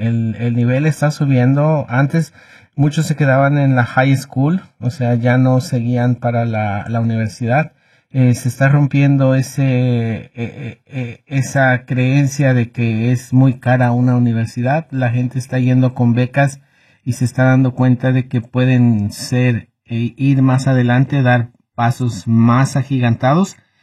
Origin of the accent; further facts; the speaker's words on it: Mexico; somos mexicanos y somos hispanos, hispanoparlantes